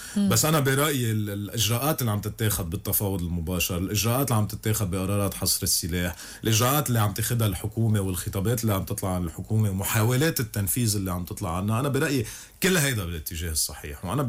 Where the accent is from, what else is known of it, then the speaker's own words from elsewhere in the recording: Lebanon; أنا كمواطن لبناني